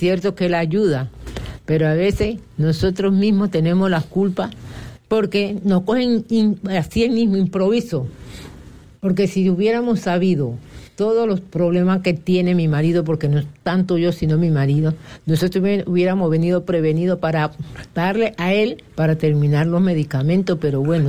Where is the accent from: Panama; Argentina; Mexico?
Panama; Darién; Yo vengo de Yavista, un río que le dicen Río Chico.